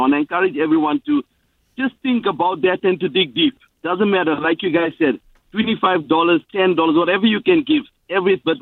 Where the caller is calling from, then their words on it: Clyde North, Victoria, Australia; Clyde, North Victoria.